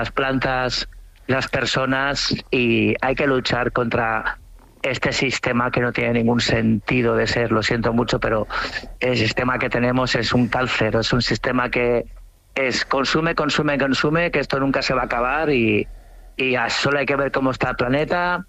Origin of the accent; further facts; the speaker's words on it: Cambrils, Catalonia, Spain; born there; cuando llego a casa, a mi pueblo, a Cambrils